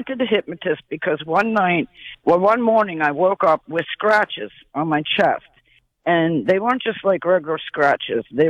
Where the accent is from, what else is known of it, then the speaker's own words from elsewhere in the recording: Essex, Maryland, United States; I grew up in Essex.